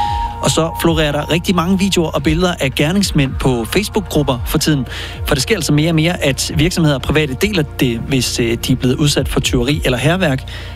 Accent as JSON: {"language": "Danish", "region": "Region of Southern Denmark", "country": "Denmark", "said": "Jeg er fra Sønderjylland"}